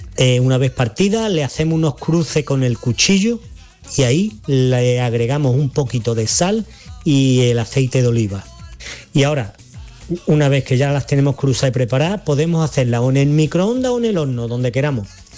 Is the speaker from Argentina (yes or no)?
no; Mijas, Andalusia, Spain; de las Lagunas de Mija.